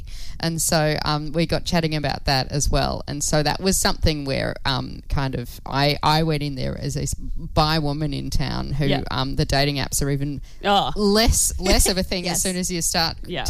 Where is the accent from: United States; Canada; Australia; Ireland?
Australia; Darwin, Northern Territory; You're down I'm down from Darwin, blah, blah, blah.